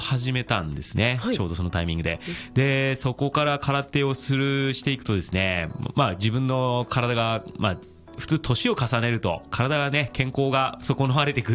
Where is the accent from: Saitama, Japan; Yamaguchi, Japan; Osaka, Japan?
Saitama, Japan; also born or lived in Tokyo; 実は私はですね、東京都生まれで埼玉育ち、非常にややこしい宇都宮なんですけども、はい、埼玉県の三郷町、深谷市の隣の三郷町というところで空手道場とスポーツトレーナーをして、という仕事をしております。